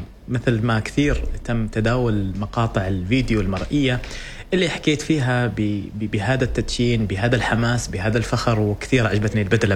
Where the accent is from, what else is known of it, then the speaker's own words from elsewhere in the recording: Oman; إحنا كعمانيين